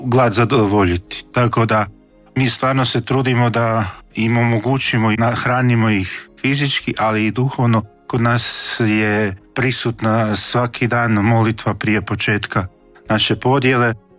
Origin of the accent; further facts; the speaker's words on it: Croatia; pogotovo kod nas u Hrvatskoj